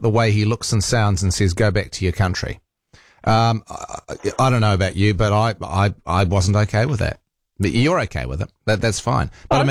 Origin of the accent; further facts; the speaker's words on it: New Zealand; born there; I was born here, yeah.